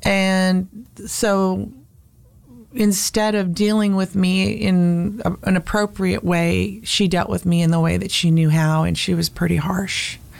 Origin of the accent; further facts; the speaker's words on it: San Diego, California, United States; And then I grew up in San Diego.